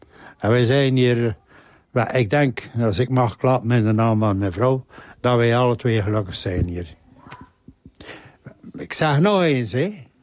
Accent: De Haan, West Flanders, Belgium; Ik kom van Den Haan. Den Haan.

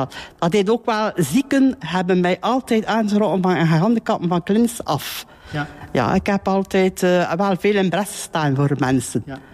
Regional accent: Moorslede, Flanders, Belgium; Ik ben hier geboren in Moorsleden en die vroeger het rusthuis is in Moorsleden. En dat was dan niet, dat was niet zoveel vroeger in de jaren. Ik ben in 59 geboren

